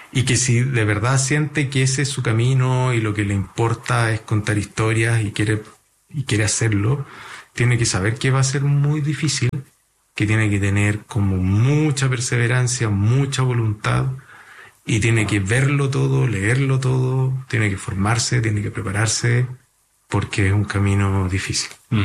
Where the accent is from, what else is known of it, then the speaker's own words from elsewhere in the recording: Arauco, Biobío, Chile; en la playa de Arauco, de mi pueblo natal.